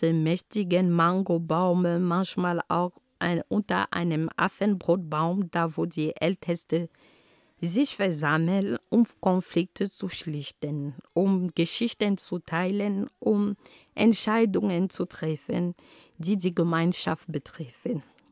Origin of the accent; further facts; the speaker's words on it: Cameroon; first language Ghomala; German is a second language; In meiner Heimat Kamerun reißt dieser Baum Pfeken oder Pfeken, je nach Region oder Sprache. Also meine Muttersprache lautet Homala.